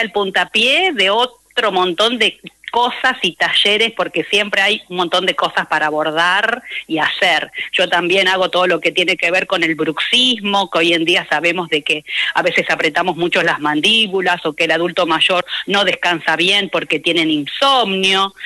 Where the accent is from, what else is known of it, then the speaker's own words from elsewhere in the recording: Victoria, Entre Ríos, Argentina; moved away; Yo soy de Victoria, justamente estoy acá en Victoria